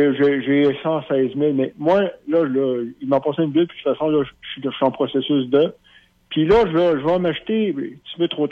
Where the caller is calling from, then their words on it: the Maritimes, Canada; mais moi je viens des Maritimes